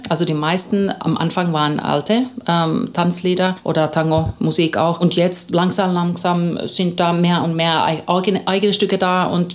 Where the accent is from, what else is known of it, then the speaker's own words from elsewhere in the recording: Southern Germany, Germany; Wir kommen aus Süddeutschland und da kennt man ja dann natürlich irgendwann dann die passenden Leute auch.